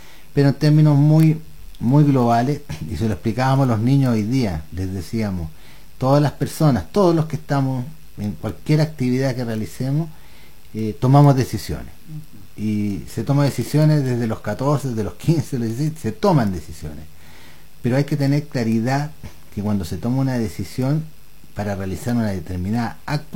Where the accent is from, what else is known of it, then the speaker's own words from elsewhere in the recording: Chile; fiestas muy importantes que nos enorgullecen como chilenos, pero también tenemos que tener responsabilidad al momento de celebrar.